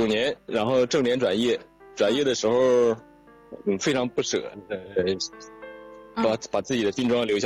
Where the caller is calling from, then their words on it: Dalian, Liaoning, China; 我是来自辽宁大连的四群的朋友。